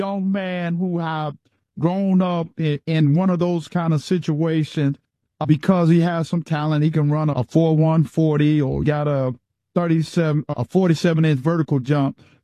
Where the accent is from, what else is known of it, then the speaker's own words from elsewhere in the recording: the South, United States; now, look, so I'm from the South.